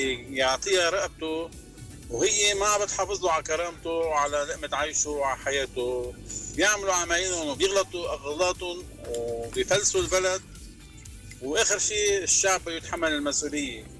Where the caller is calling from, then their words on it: South Lebanon, Lebanon; من الجنوب.